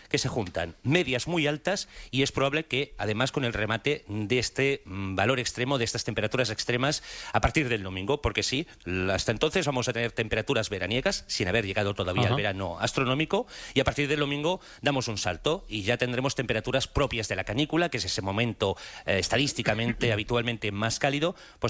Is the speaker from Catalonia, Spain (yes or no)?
yes; Barcelona, Catalonia, Spain; Mira, yo hace años me fui de Barcelona a vivir en un sitio del interior de Barcelona